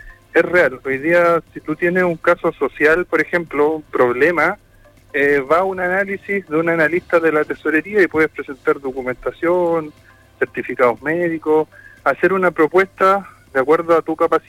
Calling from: Iquique, Tarapacá, Chile

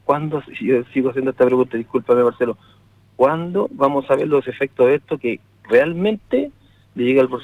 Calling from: Chile

